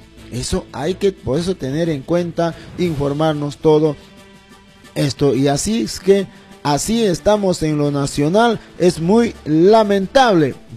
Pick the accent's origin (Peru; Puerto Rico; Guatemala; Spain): Peru; como un peruano más aquí